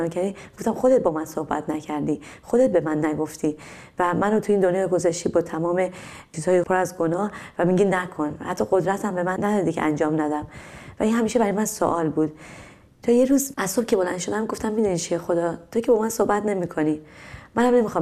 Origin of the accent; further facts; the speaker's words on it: Iran; من از یه خانواده مذهبی خیلی شدیدی هستم توی ایران و توی خانواده بزرگ شدم